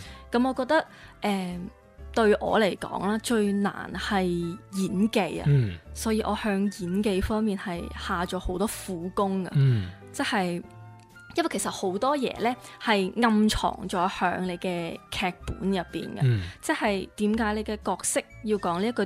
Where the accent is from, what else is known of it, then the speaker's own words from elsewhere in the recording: Macau; 我同麦思玉一样都是土生土长的澳门人